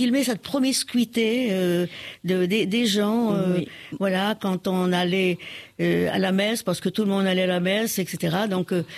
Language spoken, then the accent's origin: French; Les Avirons, Réunion; now in Saint-Denis, Réunion